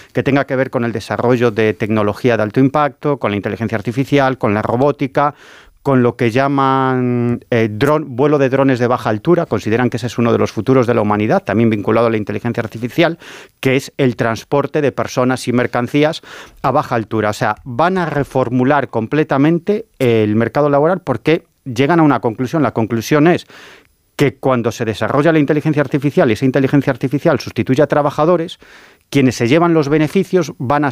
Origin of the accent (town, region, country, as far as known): Galicia, Spain